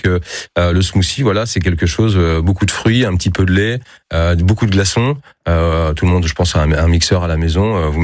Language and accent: French; Normandy, France; Là, on est vraiment au cœur de la Suisse normande, là où j'ai grandi.